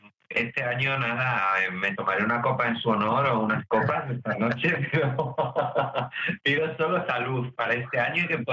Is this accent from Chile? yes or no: no; Melgar de Arriba, Castile and León, Spain; moved away; yo me fui a mi pueblo justo cuando iba a estallar todo, que ya se incluía la cosa Melgar de Arriba, provincia de Valladolid